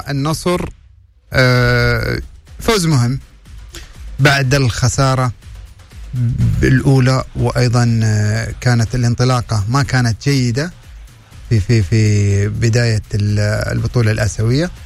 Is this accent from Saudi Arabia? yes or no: yes; Saudi Arabia; بلادنا المملكة العربية السعودية، السعودية العظمى